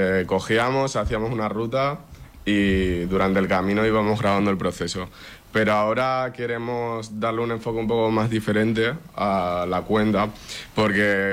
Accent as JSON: {"language": "Spanish", "town": "Lanzarote", "region": "Canary Islands", "country": "Spain", "said": "Nosotros que somos de Lanzarote, tenemos mucha gente que llega a la península a estudiar"}